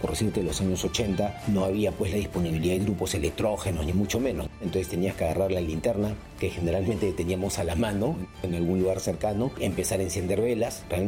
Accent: Lima, Peru; also born or lived in San Isidro; nací el 21 de diciembre de 1972 en Lima. Mi infancia la pasé en San Isidro hasta finales de los 80, que fue cuando me mudé a La Molina.

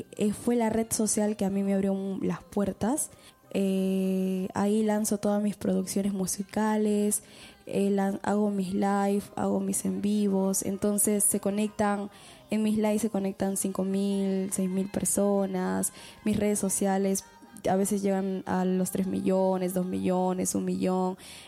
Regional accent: Quilcas, Junín, Peru; mi primera producción fue grabada en Huancayo, en el Valle del Mantaro, lo grabamos en mi pueblo que es Quilcas, con toda mi familia participando

